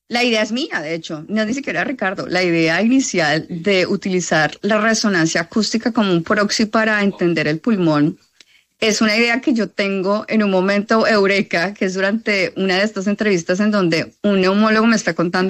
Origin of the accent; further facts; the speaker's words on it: Neiva, Huila, Colombia; Yo soy de Neiva, huilense, lo conozco en Boston.